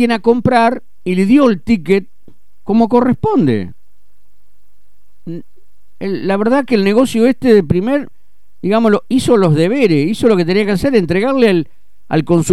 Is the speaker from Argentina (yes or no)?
yes; Santa Fe, Argentina; nosotros seguimos como ciudadanos santafesinos